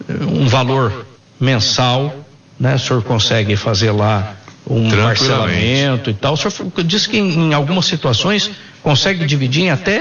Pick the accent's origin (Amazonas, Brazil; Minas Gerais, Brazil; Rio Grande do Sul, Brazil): Minas Gerais, Brazil; São Sebastião do Paraíso; born there; Nasci lá em São Sebastião do Paraíso